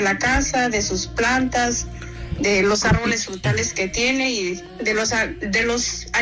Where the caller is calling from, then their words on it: San Bartolo, Mexico; Yo le estoy llamando de aquí, de San Bartolo.